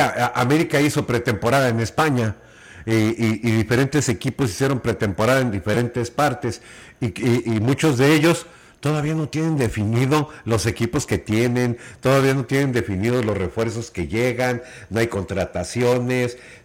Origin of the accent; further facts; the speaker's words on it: Mexico; Para nosotros, para nuestra realidad como mexicanos, nuestro fútbol.